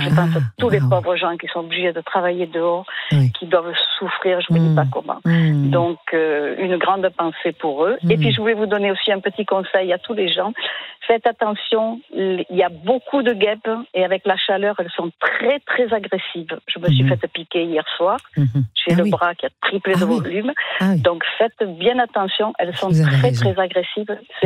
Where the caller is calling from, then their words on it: Roussillon, Provence-Alpes-Côte d'Azur, France; je suis à Roussillon dans le Vaucluse, et à Roussillon, la terre est rouge.